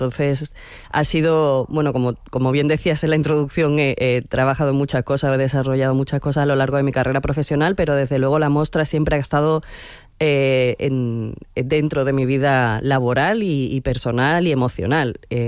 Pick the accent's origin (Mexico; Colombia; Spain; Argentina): Spain; Andalusia; moved away as an adult; now in Barcelona, Spain; Yo soy andaluza y emigré a Cataluña para buscarme la vida después de terminar la carrera, como tantas otras andaluces.